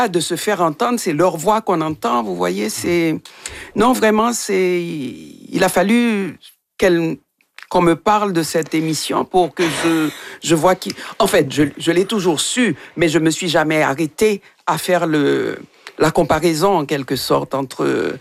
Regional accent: Haiti; moved away; Ça fait longtemps que j'ai quitté Haïti.

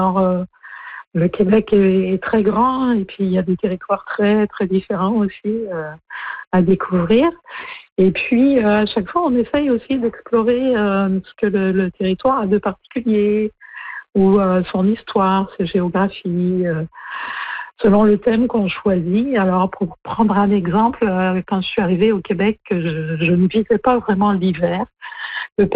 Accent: Brittany, France; Et je pense que quand on vient de Bretagne, c'est assez marquant.

